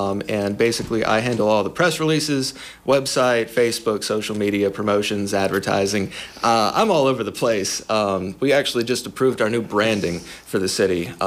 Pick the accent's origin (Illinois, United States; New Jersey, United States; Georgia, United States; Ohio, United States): Georgia, United States; Ringgold; I'm from Ringgold, Georgia.